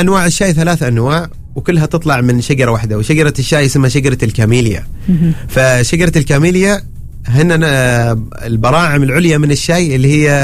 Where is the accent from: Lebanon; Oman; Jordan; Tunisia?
Oman; عندنا في عمان.